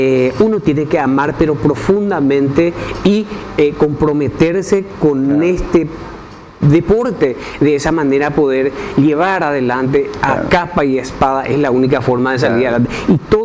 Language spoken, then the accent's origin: Spanish; Luque, Central, Paraguay; moved away as an adult; also born or lived in Concepción, Paraguay; now in Pedro Juan Caballero, Paraguay; Yo me fui de la ciudad de Luque. Yo soy natural de Concepción, crecí en Luque. Me fui a la ciudad de Pedro Juan Caballero por motivo de trabajo.